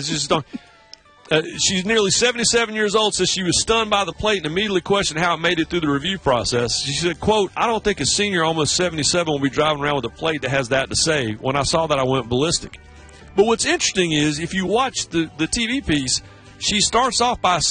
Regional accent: the Carolinas, United States; But back then, growing up in the Carolinas, you couldn't find another Red Sox fan. Now, if you swing a broom out here in Charlotte, you hit 12 of them.

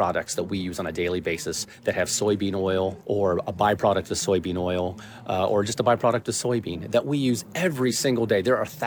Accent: Indiana, United States; I'm from Indiana

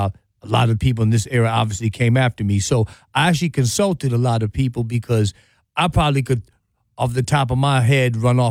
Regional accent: Milwaukee, Wisconsin, United States; also born or lived in Los Angeles / Chicago / Gary; I was raised in Milwaukee

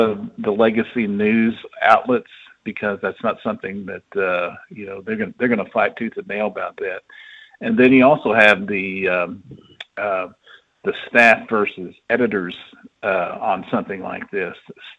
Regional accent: Wisconsin, United States; I'm a native Wisconsin. I'm from Wisconsin.

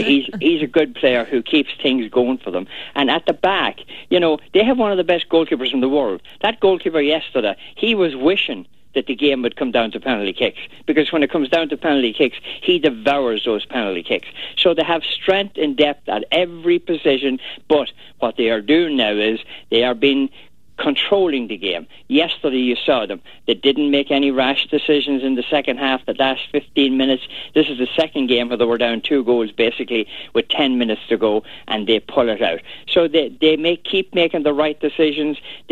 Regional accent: Ireland; Great, yeah, I'm Irish.

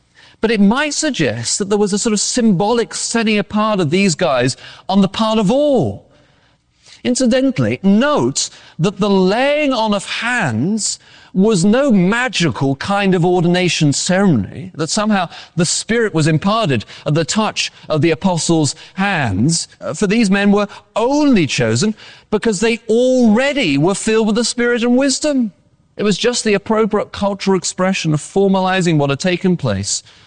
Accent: England, United Kingdom; accent: English; moved away; I am English. And I only mention it because I've had a few people tell me recently how much they like my accent.

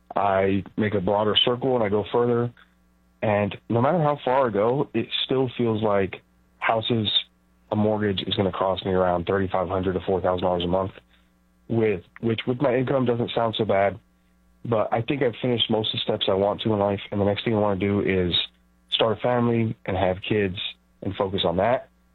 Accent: San Diego, California, United States; I'm from San Diego, California. I'm 24 years old

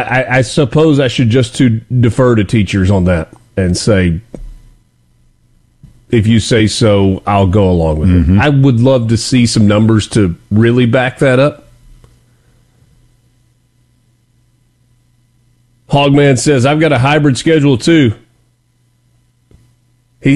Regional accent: Oxford, United States; where I grew up in Oxford

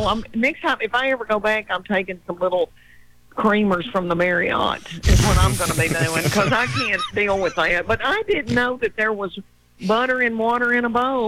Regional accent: Adams, Tennessee, United States; And I'm from Adams, Tennessee, right outside of Nashville.

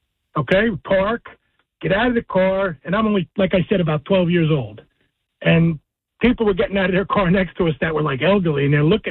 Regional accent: Kenilworth, New Jersey, United States; I grew up in Kenilworth

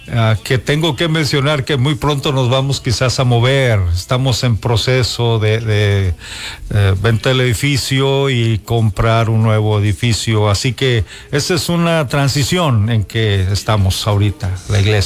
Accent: Monterrey, Nuevo León, Mexico; moved away as an adult; also born or lived in Los Angeles, California; now in Tyler, United States; Y después de Los Ángeles vine a Texas, y aunque estaba muy cerca de Texas porque vengo de Monterrey, de ahí es donde vinimos mi esposa y la familia, pero nos pasamos hasta California, pero ya algunos años por acá

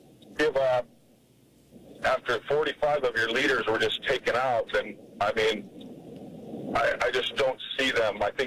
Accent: United States; You know, we grew up in the United States. You know, most of us have been taught that your word is everything, and you always want to tell the truth, and you always want to be honest.

